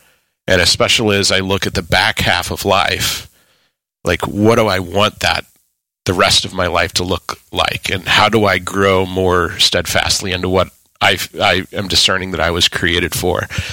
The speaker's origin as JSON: {"language": "English", "town": "Granite City", "region": "Illinois", "country": "United States", "tie": "born or raised there", "said": "my hometown, Granite City, which is right across the river from St. Louis in Illinois. So been there pretty much my whole life. I moved away to a couple of other cities for a few years. Granite City is a steel town."}